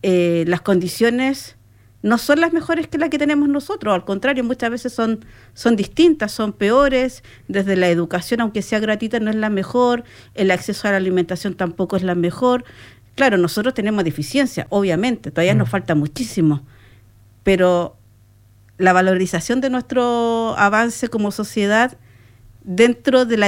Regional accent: Chile

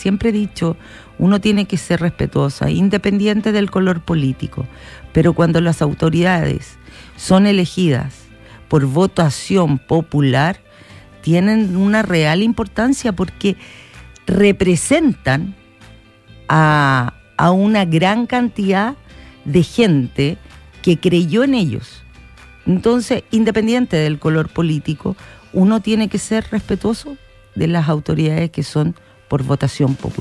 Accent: Tarapacá, Chile; O sea, uno va y dice, oye, yo soy de Tarapacá, yo valgo lo mismo que vale

